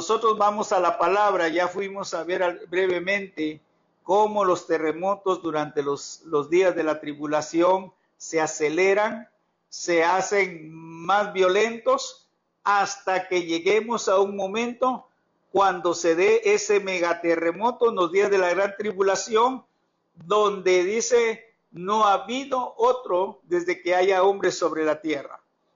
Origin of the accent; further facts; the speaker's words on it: Guatemala; Yo viví el terremoto del 4 de febrero de 1976 en Guatemala. Era un muchacho tal vez de unos 13 años.